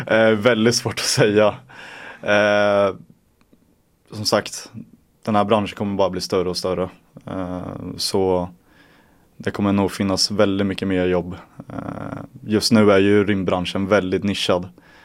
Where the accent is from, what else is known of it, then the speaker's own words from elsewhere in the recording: Vadstena, Östergötland, Sweden; moved away as an adult; now in Linköping, Sweden; 24 år gammal. Född och uppvuxen i Vadstena. Men har bott nu i Linköping i ett år. Och flyttade hit på grund av jobbet